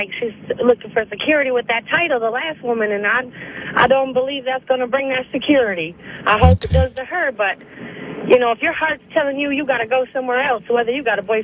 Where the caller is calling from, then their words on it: Flint, Michigan, United States; I'm calling from Flint, Michigan.